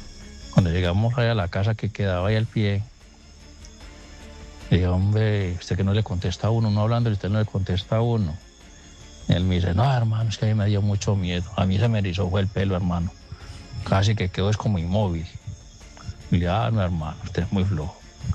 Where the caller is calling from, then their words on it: Remedios, Antioquia, Colombia; Yo soy acá de Remedios, Antioquia. Remedios.